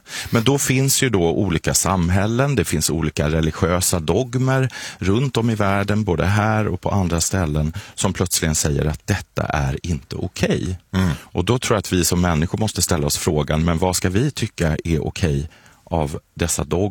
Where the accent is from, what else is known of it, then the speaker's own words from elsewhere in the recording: Kalmar, Kalmar County, Sweden; jag kom ju från Kalmar från början. Där fanns det amatörteater.